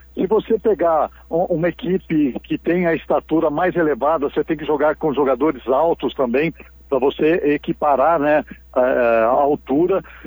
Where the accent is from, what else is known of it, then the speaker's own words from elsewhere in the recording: Brazil; nós como brasileiros estamos na torcida.